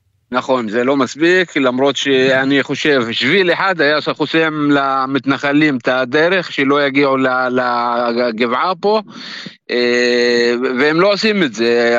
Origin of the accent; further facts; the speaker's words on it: Qusra, West Bank, Palestine; Hebrew is a second language; אנחנו כבר מ-7 לאוקטובר, הכפר שלנו סגור, יש שער, הכניסה לכפר היא סגורה